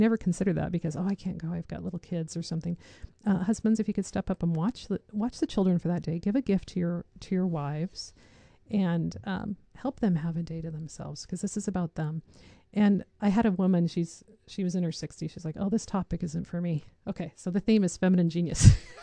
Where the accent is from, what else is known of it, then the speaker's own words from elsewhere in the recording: Jerome, Idaho, United States; I grew up in Jerome.